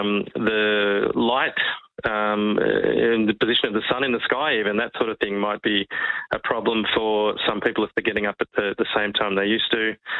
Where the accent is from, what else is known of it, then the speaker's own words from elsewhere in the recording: Melbourne, Victoria, Australia; I'm from Melbourne. I like daylight savings time.